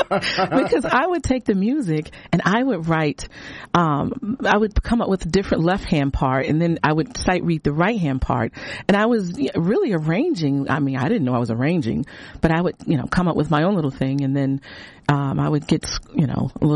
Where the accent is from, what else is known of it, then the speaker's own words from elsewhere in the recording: Suffolk, Virginia, United States; I grew up in Suffolk, Virginia. So I'm a Southern girl.